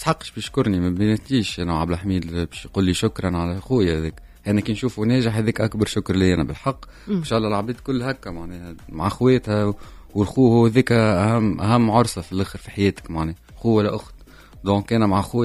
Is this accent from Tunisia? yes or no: yes; Tunisia; عملت الموسيقى ولا كتونسي